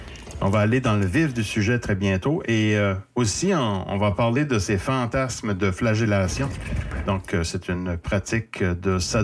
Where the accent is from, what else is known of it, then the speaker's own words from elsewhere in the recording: Shippagan, New Brunswick, Canada; Oui, Chipagan, c'est ma ville natale. La péninsule acadienne, elle est située dans le nord-est du Nouveau-Brunswick.